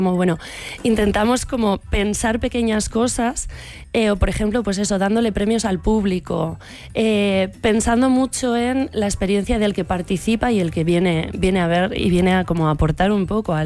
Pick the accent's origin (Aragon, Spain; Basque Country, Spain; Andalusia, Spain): Aragon, Spain; Zaragoza; now in Madrid, Spain; yo soy de Zaragoza.